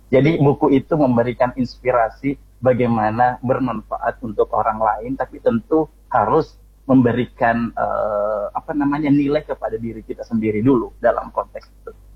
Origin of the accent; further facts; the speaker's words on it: Watansoppeng, South Sulawesi, Indonesia; saya orang Sopeng ya. Saya sekolah di Sopeng SMA-nya.